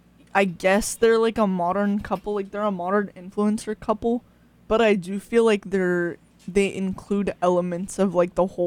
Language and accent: English; United States; I'm an American.